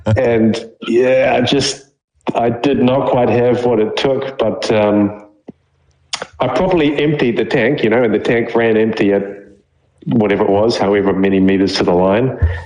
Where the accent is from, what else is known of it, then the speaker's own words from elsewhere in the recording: New Zealand; especially for us as Kiwi boys